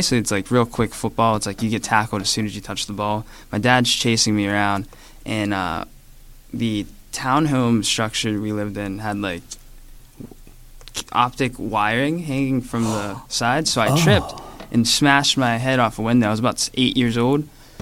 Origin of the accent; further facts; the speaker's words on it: West Mifflin, Pennsylvania, United States; Yes. I'm from West Mifflin, PA. I grew up with a theme park, like right in my window vicinity, first job.